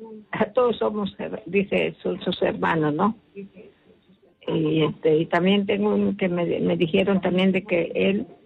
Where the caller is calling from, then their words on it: Piura, Peru; De Piura.